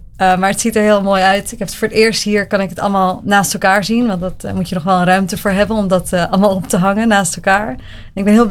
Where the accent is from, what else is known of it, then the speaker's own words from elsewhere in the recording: Amsterdam, North Holland, Netherlands; Want ik ben een Amsterdammer en wij kijken alleen maar in Amsterdam.